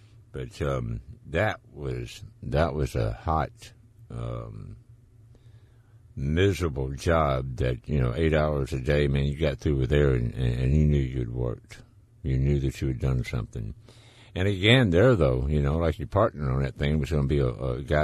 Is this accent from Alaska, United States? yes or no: no; Laurel, Mississippi, United States; I worked a couple of summers while I was in college at the Masonite plant there in my hometown of Laurel, Mississippi